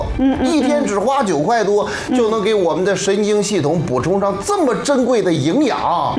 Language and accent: Chinese; Xuzhou, Jiangsu, China; 大家好，我是来自徐州的